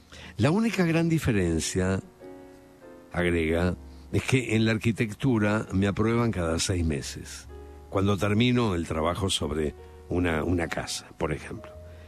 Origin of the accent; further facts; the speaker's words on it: Bolívar, Buenos Aires Province, Argentina; Soy pescador de laguna desde muy pequeño. Yo crecí en Bolívar.